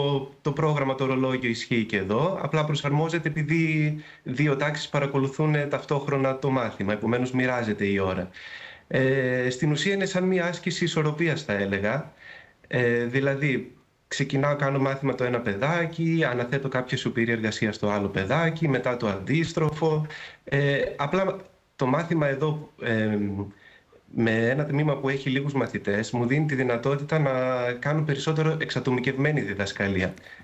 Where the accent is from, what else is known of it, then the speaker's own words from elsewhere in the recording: Karditsa, Thessaly, Greece; moved away; Εγώ είμαι από Καρδίτσα.